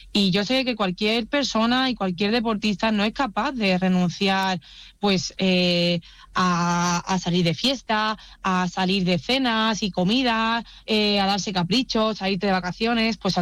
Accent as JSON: {"language": "Spanish", "town": "Huelva", "region": "Andalusia", "country": "Spain", "moved": "yes", "said": "cuando bajé a mi tierra, a Huelva, y lo pude disfrutar con mi familia"}